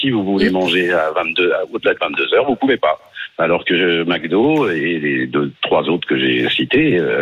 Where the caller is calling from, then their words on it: Nice, Provence-Alpes-Côte d'Azur, France; je suis effectivement à Nice et je vis à Nice depuis plus de 25 ans, mais j'avais une vieille maison de famille dans les Landes, dans un petit village des Landes près du Pays Basque.